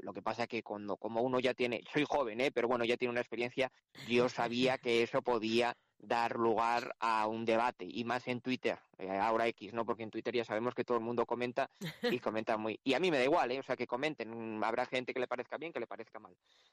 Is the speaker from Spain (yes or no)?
yes; Soria, Castile and León, Spain; yo soy de Soria.